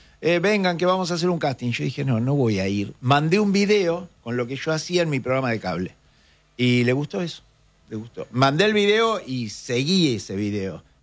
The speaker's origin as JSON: {"language": "Spanish", "town": "Mar del Plata", "region": "Buenos Aires Province", "country": "Argentina", "said": "¿Vos sos el de Mar del Plata? Sí, le digo, soy yo."}